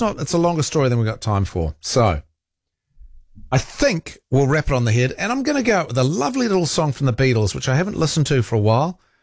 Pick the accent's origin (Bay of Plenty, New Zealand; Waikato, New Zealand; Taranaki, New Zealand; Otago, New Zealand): Bay of Plenty, New Zealand; Rotorua; that was the no-go area when I was growing up in Rotorua was the Lakeside Tavern.